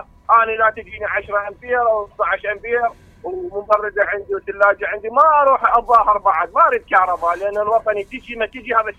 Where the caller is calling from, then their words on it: Iraq; انا عراقي